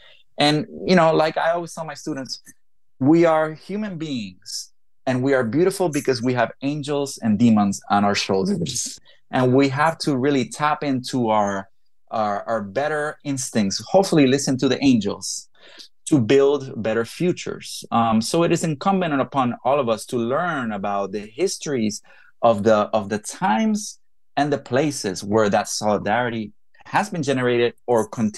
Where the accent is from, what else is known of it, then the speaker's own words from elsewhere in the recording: Puerto Rico; I myself, I'm not Afro-Latino. I'm from Puerto Rico. I'm very much Latino.